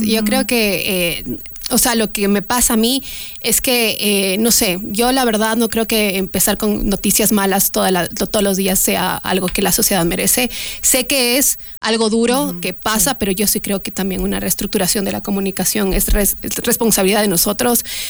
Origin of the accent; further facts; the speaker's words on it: Ecuador; now in New Zealand; que valoremos como ecuatorianos